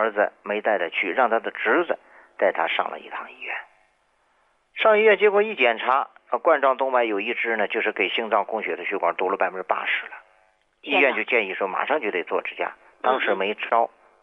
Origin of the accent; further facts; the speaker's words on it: China; 我们中国人倡导的是孝道文化